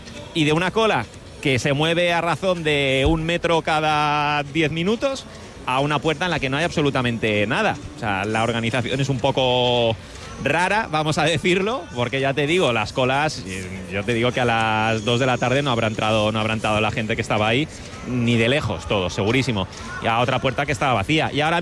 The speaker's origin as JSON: {"language": "Spanish", "country": "Spain", "said": "No, yo soy de España."}